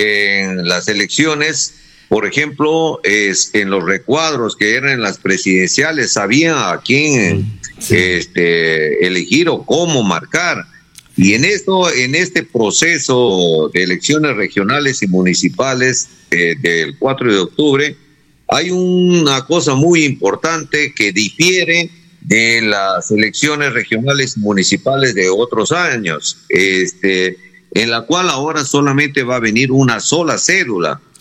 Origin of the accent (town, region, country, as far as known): Amazonas, Peru